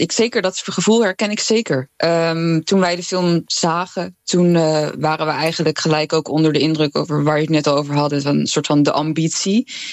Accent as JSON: {"language": "Dutch", "country": "Netherlands", "said": "Dat water, het spreekt natuurlijk zo erg aan op iets wat je, denk ik, als Nederlander ergens in je onderbuik wel heel erg voelt."}